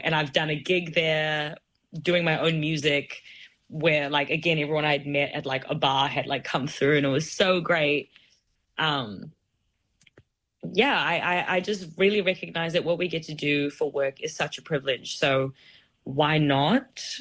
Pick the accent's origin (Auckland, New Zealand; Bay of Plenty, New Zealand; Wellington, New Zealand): Auckland, New Zealand; I haven't done it yet here, but I think it's also because, like, I grew up in Auckland.